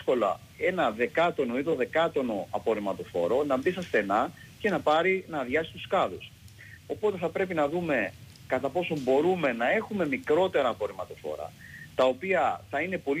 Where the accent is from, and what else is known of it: Kefalos, South Aegean, Greece